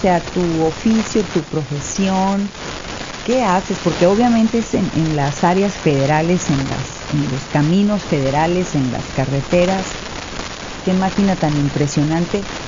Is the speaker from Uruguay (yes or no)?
no; Mexico; Pues somos mexicanos.